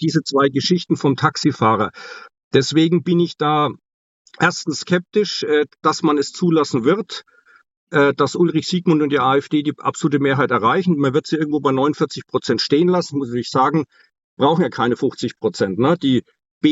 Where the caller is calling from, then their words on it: Bavaria, Germany; Ich komme aus Bayern.